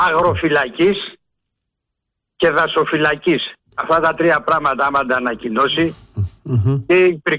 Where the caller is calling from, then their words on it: Piraeus, Attica, Greece; από Πειραιά.